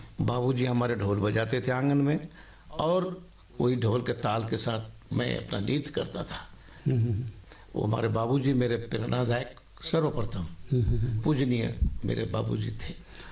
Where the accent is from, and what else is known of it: Jharkhand, India